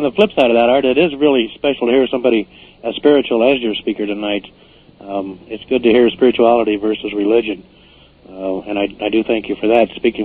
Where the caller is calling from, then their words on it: Ogden, Utah, United States; I'm calling from Ogden, Utah.